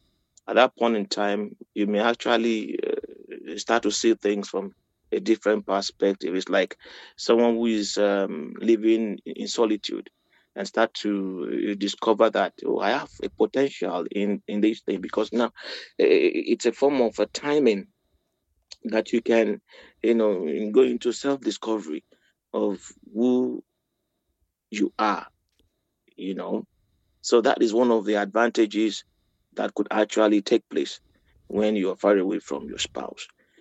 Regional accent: Nigeria; now in Eisenstadt, Austria; I reside here in Eisenstadt and I'm originally from Nigeria.

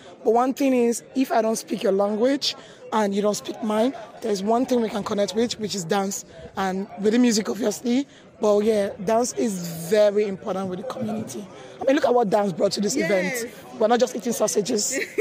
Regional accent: Nigeria; I am originally from Nigeria. Born and raised, you know, Nigeria to the world.

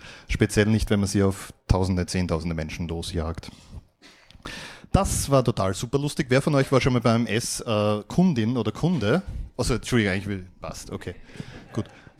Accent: Graz, Styria, Austria; ich komme aus Graz.

